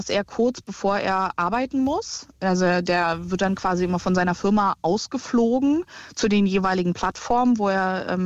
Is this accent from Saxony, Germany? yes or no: no; Potsdam, Brandenburg, Germany; also ich komme ursprünglich aus Potsdam und meine Eltern leben auch noch im Potsdamer Umland und meine Schwester auch.